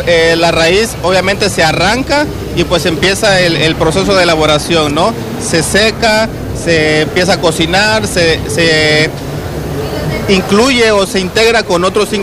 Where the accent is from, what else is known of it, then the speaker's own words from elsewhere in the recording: Huimanguillo, Tabasco, Mexico; Nosotros somos de Huimanguillo, pero bueno, tenemos entregas, gracias a Dios, hemos ido avanzando y tenemos ya entregas aquí en Villahermosa.